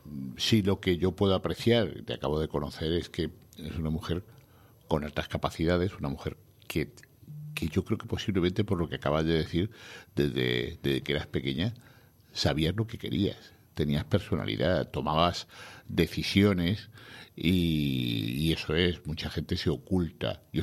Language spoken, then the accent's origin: Spanish; Bilbao, Basque Country, Spain; unos años me crié en Bilbao.